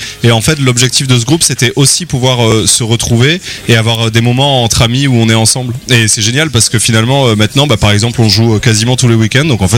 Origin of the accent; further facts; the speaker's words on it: Avignon, Provence-Alpes-Côte d'Azur, France; now in Avignon, France; Mais initialement en fait, ouais, on est 4 Avignonnais.